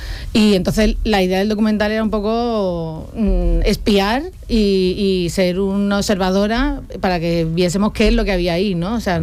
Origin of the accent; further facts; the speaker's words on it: Mairena, Andalusia, Spain; yo soy de Mairena